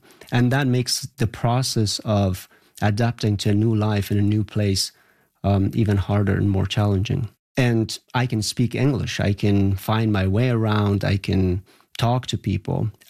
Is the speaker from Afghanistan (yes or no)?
yes; Afghanistan; now in Canada; So growing up in Afghanistan, growing up during the war, I was very reserved and also allowing people more space. And those things, coming to Canada and finding yourself in the dating scenes, those did not translate.